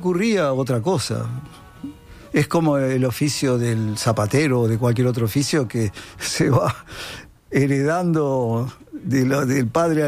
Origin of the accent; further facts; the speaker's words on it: Montevideo, Uruguay; yo soy de la Ciudad Vieja, yo soy de este barrio.